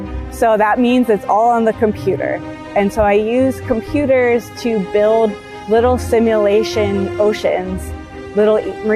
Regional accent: Baltimore, Maryland, United States; I grew up in Baltimore, Maryland, which is right on the Chesapeake Bay.

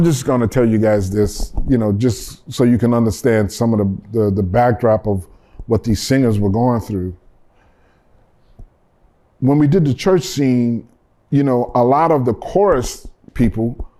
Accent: New Orleans, Louisiana, United States; this one woman who I grew up with in New Orleans

